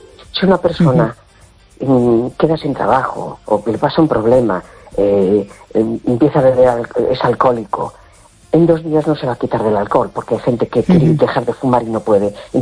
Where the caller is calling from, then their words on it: A Coruña, Galicia, Spain; Hola, buenas noches … de La Coruña.